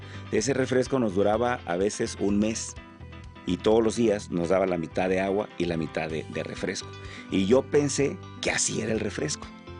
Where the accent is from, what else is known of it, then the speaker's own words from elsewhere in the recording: Acapulco, Guerrero, Mexico; soy acapulqueño, nací en Acapulco.